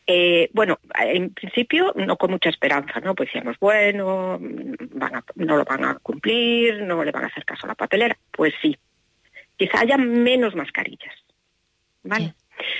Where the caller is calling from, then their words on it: Pontevedra, Galicia, Spain; de Pontevedra.